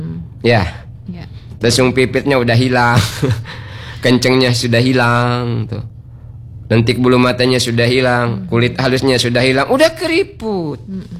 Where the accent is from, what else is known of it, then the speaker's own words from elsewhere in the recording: Bangka Belitung Islands, Indonesia; Tak retak kata kita orang Bangka.